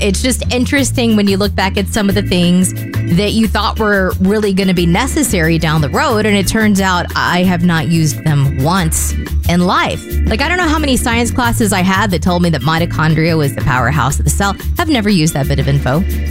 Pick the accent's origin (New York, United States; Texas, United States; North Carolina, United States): Texas, United States; it is worth noting that I grew up in Texas, and we spent an entire 6 weeks learning to square dance.